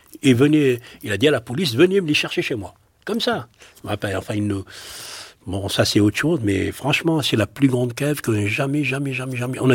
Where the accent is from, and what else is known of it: Algeria; moved away